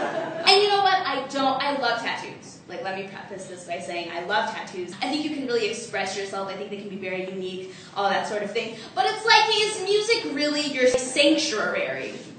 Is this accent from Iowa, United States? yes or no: no; Arkansas, United States; So, like Sharoop, I too am an immigrant. I'm from Arkansas.